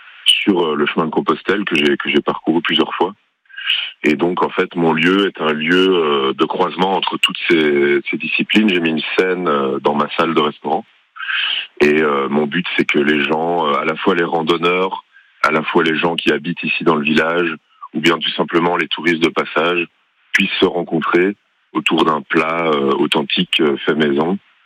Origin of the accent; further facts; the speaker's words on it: Brussels, Belgium; now in France; Et moi, je viens de Belgique.